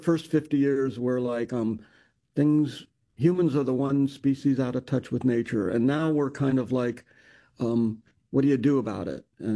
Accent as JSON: {"language": "English", "town": "Akron", "region": "Ohio", "country": "United States", "tie": "born or raised there", "said": "We were from an industrial, it was the rubber capital of the world at the time when we grew up in Akron, Ohio."}